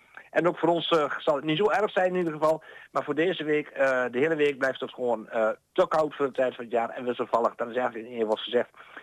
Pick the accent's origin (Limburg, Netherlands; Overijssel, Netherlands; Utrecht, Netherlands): Overijssel, Netherlands; moved away; Ik kom van Oorzaak uit Twente